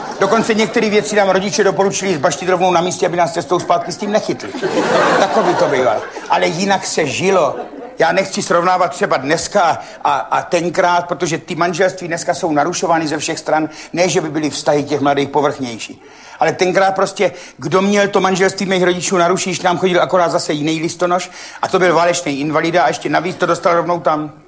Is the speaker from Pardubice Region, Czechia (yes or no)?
no; Řičmanice, South Moravian Region, Czechia